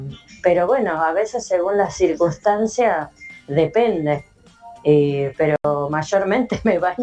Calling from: González Catán, Buenos Aires Province, Argentina; de González Tatán.

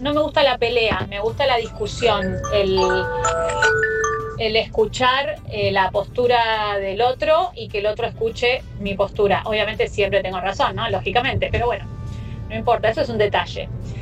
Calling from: Ciudad Evita, Buenos Aires Province, Argentina; de Ciudad Evita.

